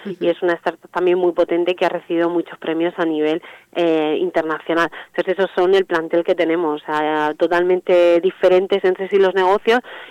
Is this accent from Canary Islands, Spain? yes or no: no; Region of Murcia, Spain; la región de Murcia somos muy potentes en el sector salud y en el sector de alimentación.